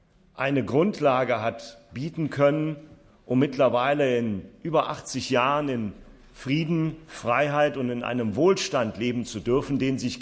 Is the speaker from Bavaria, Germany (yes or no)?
no; Rehlingen-Siersburg, Saarland, Germany; wenn in Waldwies, einer kleinen französischen Ortschaft direkt an der Grenze meiner Heimatgemeinde in Reningen-Siersburg bei Bieringen ein Flächenbrand da ist